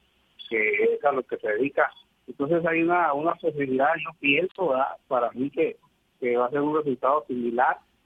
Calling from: General Escobedo, Nuevo León, Mexico; De acá, de Escobedo, Nuevo León.

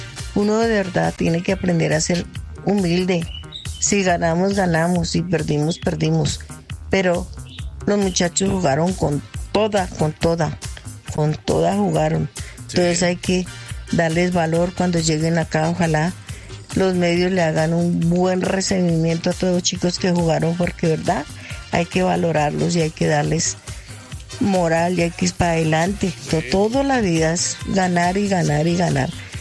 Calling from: Colombia; nosotros como buenos colombianos

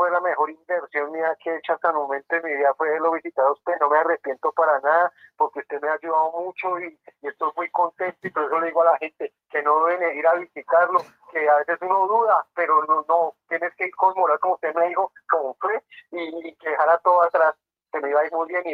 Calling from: Ciénega, Boyacá, Colombia; lo llamo de Ciénega, Boyacá, profesor.

